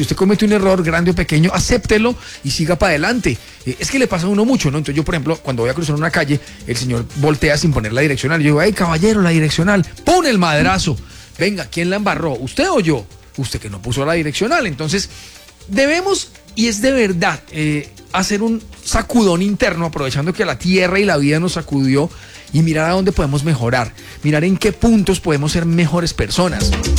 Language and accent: Spanish; Tolima, Colombia; now in Quindío, Colombia; Yo no soy del Quindío, yo soy del Tolima, pero cómo amo la tierra del Quindío y cómo me encanta la gente quindiana